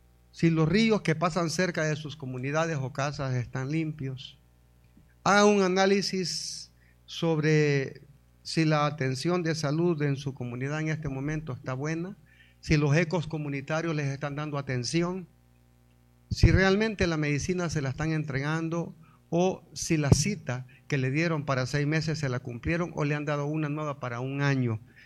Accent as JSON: {"language": "Spanish", "country": "El Salvador", "said": "también voy a incluirme como salvadoreño"}